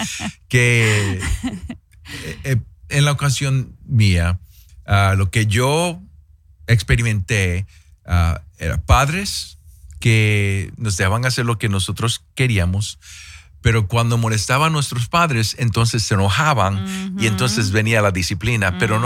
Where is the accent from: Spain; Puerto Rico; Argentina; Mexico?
Puerto Rico; yo soy puertorriqueño